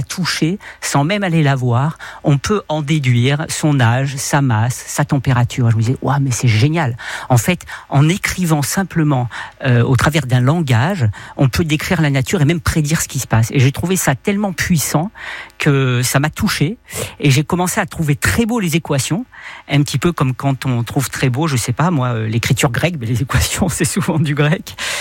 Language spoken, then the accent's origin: French; Saint-Tropez, Provence-Alpes-Côte d'Azur, France; born there; Moi je suis né à Saint-Tropez, hein, et j'étais pas nécessairement voué à faire une carrière scientifique